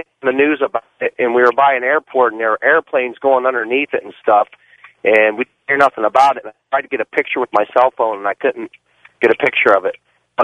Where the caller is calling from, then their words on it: Phoenix, Arizona, United States; a truck driver out of Phoenix.